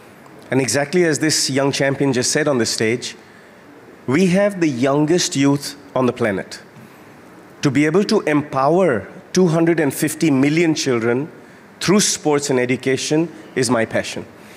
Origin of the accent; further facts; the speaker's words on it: Kolkata, West Bengal, India; I was born and brought up in Calcutta, supporting the Calcutta team.